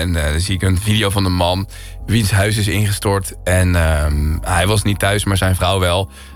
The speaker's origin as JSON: {"language": "Dutch", "country": "Colombia", "said": "Dat zijn berichten die ik dan vind omdat ik uit Colombia kom en omdat ik erover wil weten."}